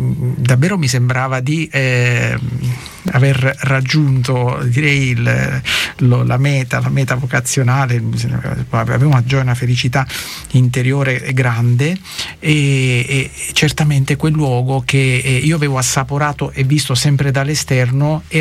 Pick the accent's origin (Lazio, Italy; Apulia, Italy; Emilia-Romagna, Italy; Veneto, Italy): Apulia, Italy; Lucera; born or raised there